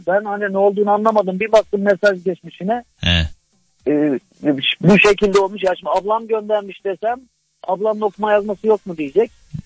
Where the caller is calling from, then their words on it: Erzurum, Turkey; Ben Erzurumluyum.